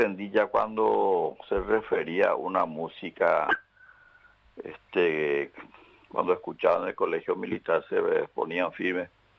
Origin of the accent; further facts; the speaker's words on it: San Bernardino, Cordillera, Paraguay; now in Mariano Roque Alonso, Paraguay; yo soy oriundo de San Bernardino, pero estoy hace ya 41 años acá en Mariano Roque Alonso.